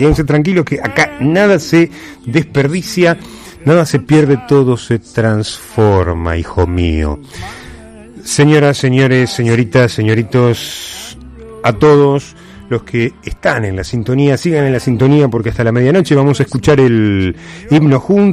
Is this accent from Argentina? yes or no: yes; Argentina